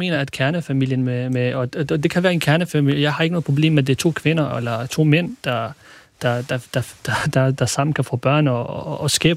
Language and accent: Danish; Kurdistan Region, Iraq; Jeg er kurder fra Irak oprindeligt.